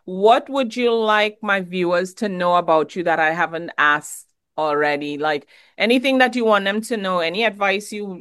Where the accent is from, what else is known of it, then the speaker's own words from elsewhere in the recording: Trinidad & Tobago; moved away; I'm from Trinidad.